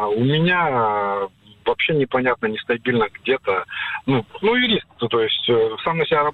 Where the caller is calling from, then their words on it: Khabarovsk, Khabarovsk Krai, Russia; я из Хабаровска. Я юрист, самозанятый.